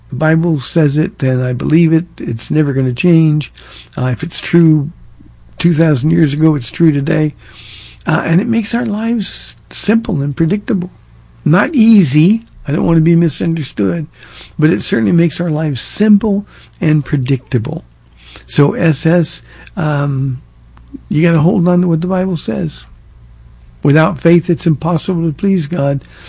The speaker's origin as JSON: {"language": "English", "region": "California", "country": "United States", "said": "Now, I'm from Southern California, so you don't get that kind of rain."}